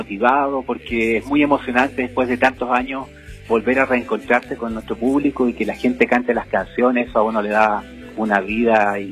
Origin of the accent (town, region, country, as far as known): Chile; moved away